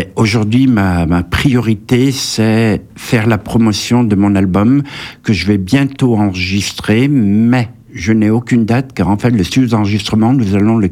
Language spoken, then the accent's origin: French; Saint-Étienne, Auvergne-Rhône-Alpes, France; born there; moved away as an adult; also born or lived in Kabylie, Algeria / Asnières-sur-Seine, Île-de-France; now in Périgueux, France; Je suis sinon stéphanois d'origine, j'ai grandi à Saint-Étienne, j'ai vécu un peu à l'étranger, j'ai vécu dans de nombreuses villes françaises. Mais bon, comme je disais, je suis à Périgueux depuis 8 ans